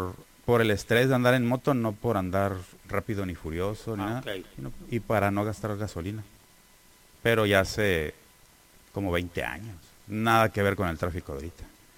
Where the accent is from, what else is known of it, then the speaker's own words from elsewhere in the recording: Tijuana, Baja California, Mexico; Claro, yo sí soy de Tijuana.